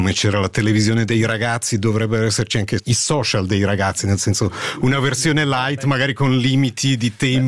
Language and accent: Italian; Switzerland